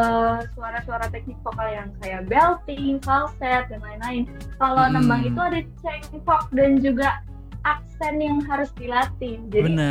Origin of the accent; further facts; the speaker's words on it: Cirebon, West Java, Indonesia; asal aku dari Cirebon.